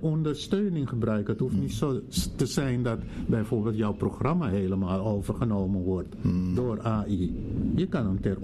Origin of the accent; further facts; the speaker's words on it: Amsterdam, North Holland, Netherlands; ik ben in Amsterdam opgegroeid. Ik woon hier sinds 1971.